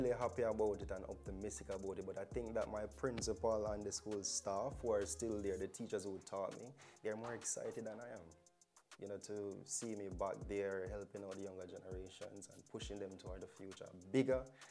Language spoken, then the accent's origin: English; Saint Thomas, Jamaica; now in Kingston, Jamaica; All right, so originally I'm from St. Thomas. I moved from St. Thomas to Kingston and I've been in Kingston ever since.